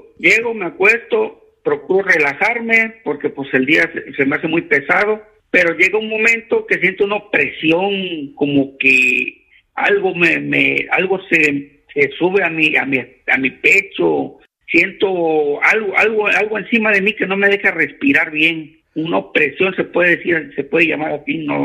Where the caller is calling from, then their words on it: Tabasco, Mexico; De Tabasco.